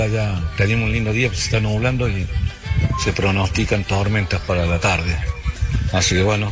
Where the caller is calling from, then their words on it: Córdoba, Argentina; soy de Córdoba capital, pero trabajo en la colonia Tiroles, a 25 kilómetros de la ciudad.